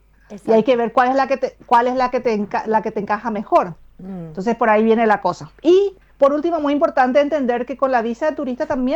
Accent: Paraguay; moved away as an adult; now in Miami, United States; Soy paraguayo y vivo en Miami desde el año 2009.

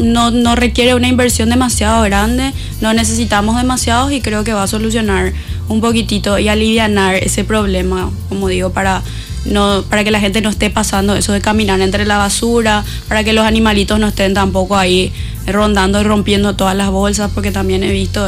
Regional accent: Luque, Central, Paraguay; born there; Yo soy luqueña de corazón, luqueña de nacimiento, amo mi pueblo

